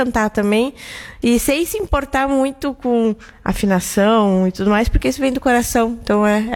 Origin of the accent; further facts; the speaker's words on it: Brazil; eu faço questão de falar que eu sou muito brasileira, né?